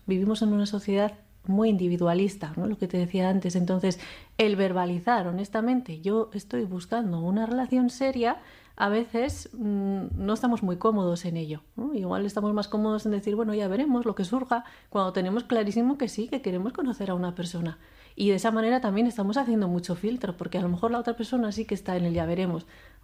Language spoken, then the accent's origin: Spanish; Basque Country, Spain; Pero aquí que somos como muy vascos, ¿no?